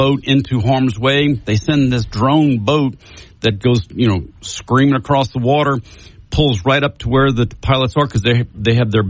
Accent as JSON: {"language": "English", "region": "Louisiana", "country": "United States", "tie": "born or raised there", "said": "they're building the boats in Franklin, Louisiana, just 20 minutes away from where I grew up."}